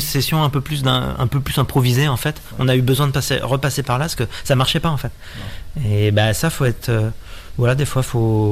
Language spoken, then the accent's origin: French; Poitou, France; donc moi je viens du Poitou aussi, mais du nord, vraiment du nord du Poitou, à la frontière avec la Bretagne